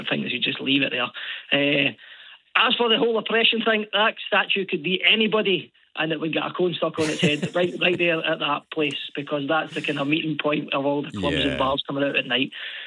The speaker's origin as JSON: {"language": "English", "town": "Glasgow", "region": "Scotland", "country": "United Kingdom", "said": "I'm from Glasgow originally."}